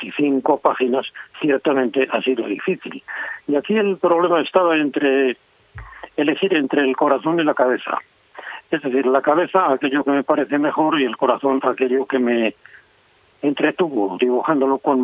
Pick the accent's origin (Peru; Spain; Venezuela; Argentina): Spain; Valladolid, Castile and León; also born or lived in Cubillas de Santa Marta; Yo nací aquí, en Valladolid, uh-huh. Pero a los poquitos días fui trasladado a Cubillas de Santa Marta, donde mi padre era el maestro. Y uh-huh. Allí estuve hasta los 5 años